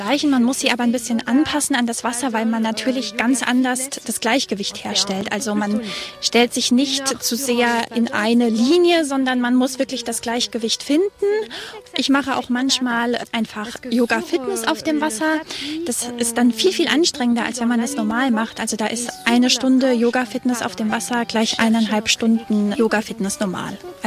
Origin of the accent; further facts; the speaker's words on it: Belgium; Ich bin ursprünglich aus Belgien und wegen der Liebe hierher gekommen, weil mein Mann liebt einfach den Ozean und er liebt die Wellen